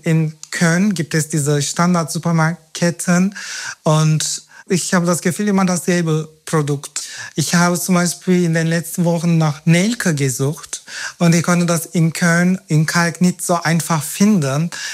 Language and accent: German; Turkey; German is a second language; now in Germany; Zukunft, und in der Türkei alles entwickelt sich auch weiter. Viele meiner Freunde wohnen auch nicht mehr in meinem Heimatstadt, wenn ich dahin gehe.